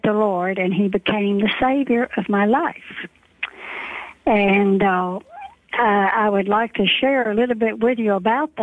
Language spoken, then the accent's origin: English; Hickory Flat, Mississippi, United States; born there; also born or lived in Memphis, Tennessee; I was born in Tennessee, but I was actually born again in Hickory Flat, Mississippi.